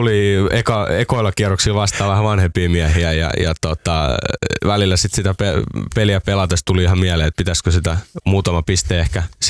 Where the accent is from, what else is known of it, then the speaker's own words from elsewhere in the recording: Porvoo, Uusimaa, Finland; nyt mä oon Porvoosta kotosin